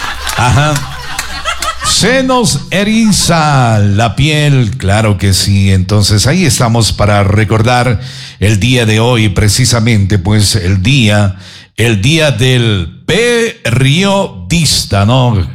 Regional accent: Ecuador; Y ahí aparece aguardiente de mi tierra, el Ecuador.

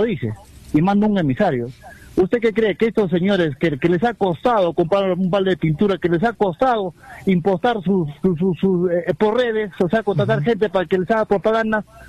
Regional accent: Arequipa, Peru; Arequipa, yo crecí en la casa de mi abuela, mi bisabuela, que es arequipeña

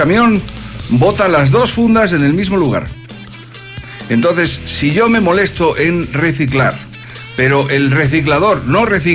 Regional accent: Cuenca, Azuay, Ecuador; una ciudad como la nuestra

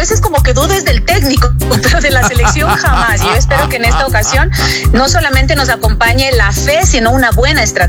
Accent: Ecuador; ese es mi criterio como ecuatoriana.

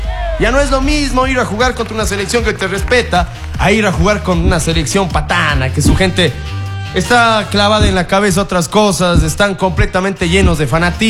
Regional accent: Ecuador; a los ecuatorianos nunca nos han dado nada. Nunca, siempre se nos ponen las cosas difíciles.

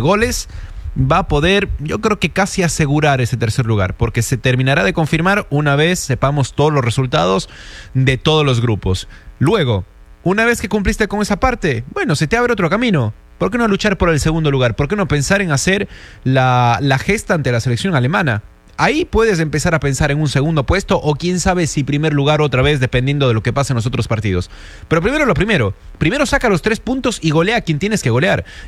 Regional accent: Ecuador; todos como ecuatorianos

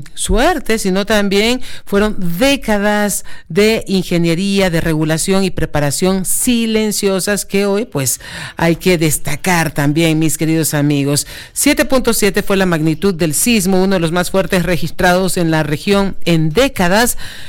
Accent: Panama; moved away; mi tierra, la cinturita de las Américas, Panamá, puente del mundo, corazón del universo

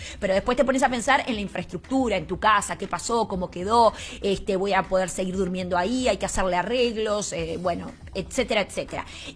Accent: Venezuela; Pero uno como habitante, en este caso como venezolano, como venezolana, es primordial

